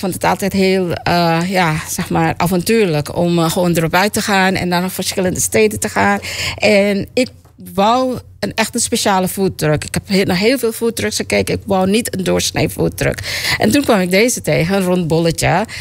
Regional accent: Suriname; born there; also born or lived in Dallas

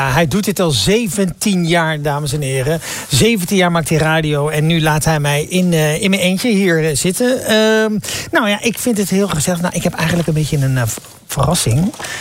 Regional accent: Rijsbergen, North Brabant, Netherlands; born or raised there

